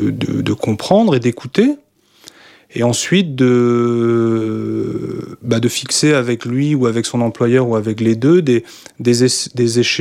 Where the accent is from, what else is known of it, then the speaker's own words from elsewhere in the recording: Plougastel, Brittany, France; moved away as an adult; Donc moi, j'ai grandi à Plougastel, j'ai fait mes études secondaires sur Brest. Et à 18 ans, donc, je suis parti en région parisienne pour suivre une formation d'ingénieur chimiste.